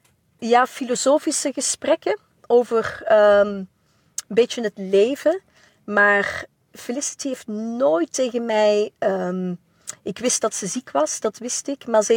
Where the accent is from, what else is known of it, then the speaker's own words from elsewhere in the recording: Belgium; Ze vond het ongelooflijk dat ik uit België kwam.